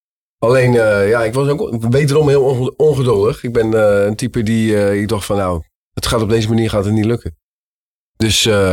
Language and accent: Dutch; Vlaardingen, South Holland, Netherlands; accent: Rotterdam; Ja, Rotterdamse tongval, ja.